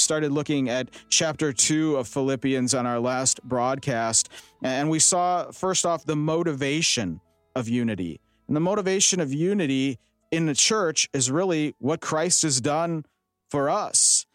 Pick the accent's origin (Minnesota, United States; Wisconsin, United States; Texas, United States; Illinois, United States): Wisconsin, United States; West Allis; I grew up in West Allis. I went to West Allis Central High School.